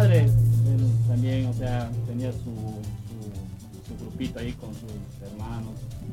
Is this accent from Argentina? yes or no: no; Ecuador; Como todo un ecuatoriano.